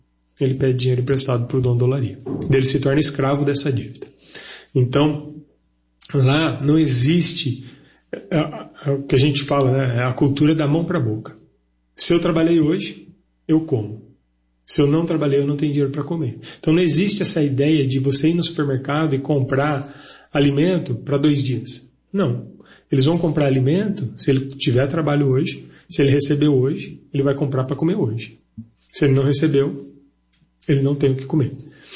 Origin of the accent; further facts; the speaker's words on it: Brazil; Eu, como um bom brasileiro, um bom apreciador de café